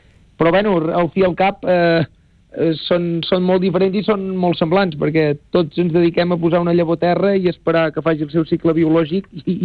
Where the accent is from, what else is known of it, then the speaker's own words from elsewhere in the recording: Esponellà, Catalonia, Spain; jo que sóc del municipi d'Esponellà